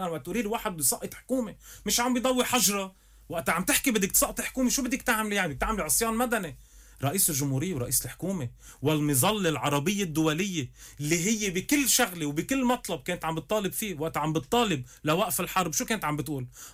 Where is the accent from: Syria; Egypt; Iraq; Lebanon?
Lebanon; نحن كلبناني